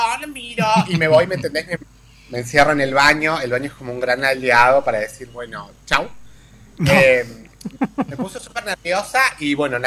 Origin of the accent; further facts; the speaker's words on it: Córdoba, Argentina; Yo soy del país de Córdoba, que también es una climatología compleja hoy en día.